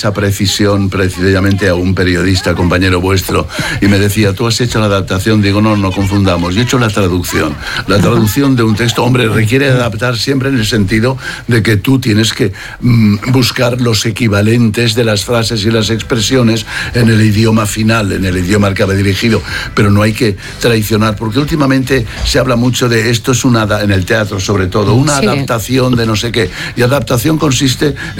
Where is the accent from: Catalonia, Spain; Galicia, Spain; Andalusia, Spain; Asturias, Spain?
Catalonia, Spain; moved away; also born or lived in Madrid / Barcelona; Yo las hago únicamente al idioma que más domino, aún siendo catalán, pero me expreso mucho mejor en el castellano. Pero entre otras cosas porque he vivido en Madrid mucho más tiempo que en Barcelona.